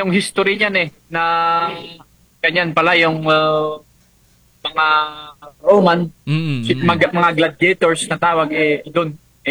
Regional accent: Cordillera Administrative Region, Philippines; nirepresent yung Pilipinas bilang isang Pinoy and lalong-lalo na dito sa amin as sa Cordillera, sa Igorot din.

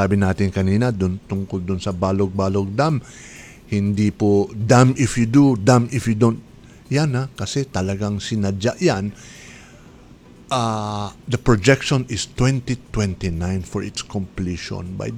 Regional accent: Tarlac, Central Luzon, Philippines; Ito yung probinsya ko ito, so malapit din sa aking puso ito.

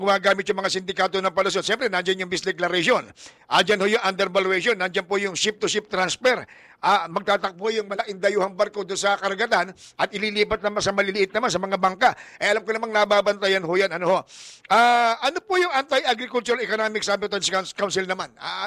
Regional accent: Metro Manila, Philippines; Lang sa akin, eh, ako'y ilustre, pero ako'y dini sa Metro Manila lumaki at hindi ko nakilala mga mag-anak sa Batangas.

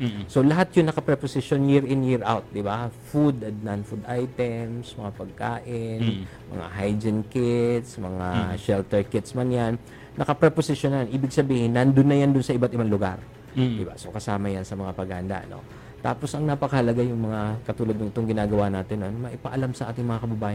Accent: Bicol Region, Philippines; Pareho pala tayong Bicolano.

